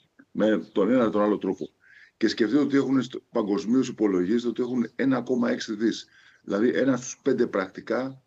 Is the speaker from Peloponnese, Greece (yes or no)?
yes; Kalamata, Peloponnese, Greece; Στην Καλάματα είμαι εδώ, έχουμε ένα συνέδριο και είχαμε εδώ. Είμαι από Καλάματα σας.